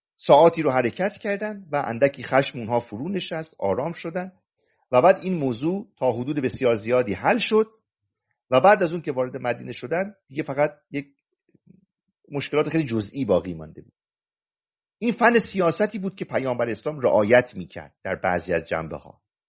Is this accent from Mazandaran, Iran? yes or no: yes; Mazandaran, Iran